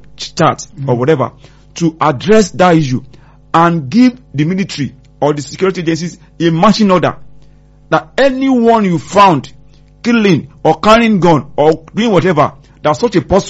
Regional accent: Osun, Nigeria; I'm from Osun State as well. Lesha, to be precise, Gogi.

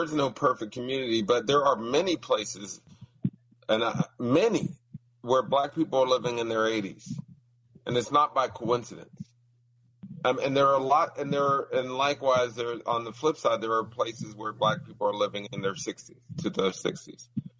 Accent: Pittsburgh, Pennsylvania, United States; I'm originally from Pittsburgh.

